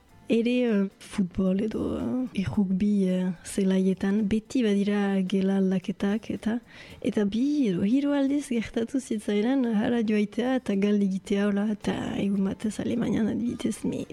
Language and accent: Basque; Bayonne, Nouvelle-Aquitaine, France; Baionakoa naiz